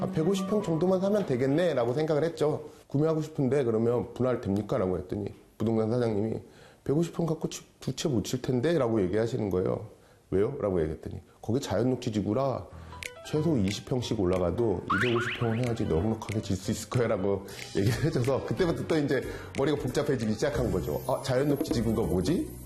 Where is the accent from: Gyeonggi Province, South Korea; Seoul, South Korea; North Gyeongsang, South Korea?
Gyeonggi Province, South Korea; Anseong; moved away; 제 고향이 안성이라서